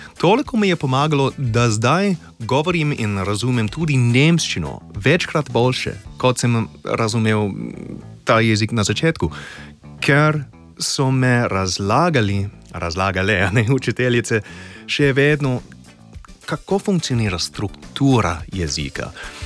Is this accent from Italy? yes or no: no; Australia; Slovenian is a second language; now in Slovenia; Iz Avstralije sem, moja angleščina je tako lepa, da a bom rabil slovenščino, v bistvu lahko živim tukaj brez slovenščine.